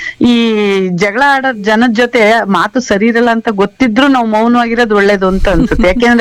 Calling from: Hassan, Karnataka, India

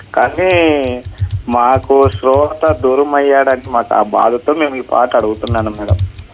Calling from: Anantapur, Andhra Pradesh, India; నాది అనంతపురం జిల్లా సిండికేట్ నగర్ నుంచి మాట్లాడుతున్నాను

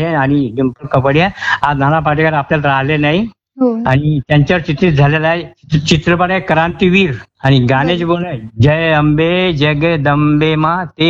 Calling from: Vadoda, Maharashtra, India; वडोदा जिल्हा, जळगाव खंदेश.

